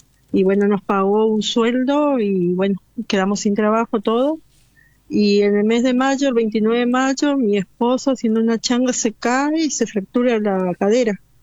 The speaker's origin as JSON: {"language": "Spanish", "town": "Almirante Brown", "region": "Buenos Aires Province", "country": "Argentina", "said": "Soy de Almirante Brown."}